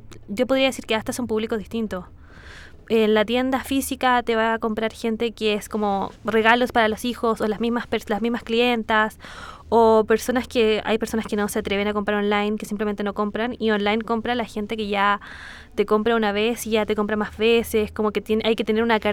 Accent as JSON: {"language": "Spanish", "town": "Santiago", "region": "Santiago Metropolitan Region", "country": "Chile", "said": "Y yo soy de Santiago."}